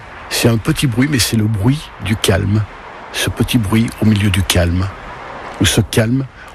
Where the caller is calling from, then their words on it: Saint-Sauveur-de-Montagut, Auvergne-Rhône-Alpes, France; je suis à Saint-Sauveur de Montagu